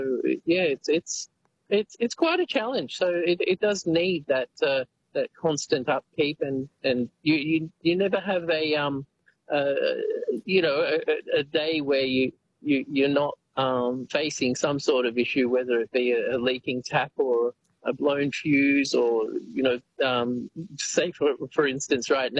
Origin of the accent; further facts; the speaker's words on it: Sydney, New South Wales, Australia; Say I grew up in Sydney, and it was very much in the concrete jungle there.